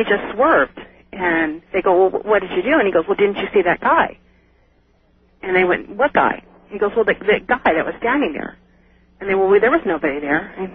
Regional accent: Salinas, California, United States; born or raised there; now in Monterey, United States

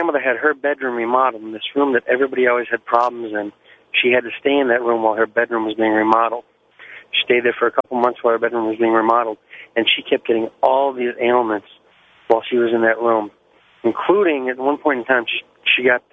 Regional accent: Connecticut, United States; from Connecticut.

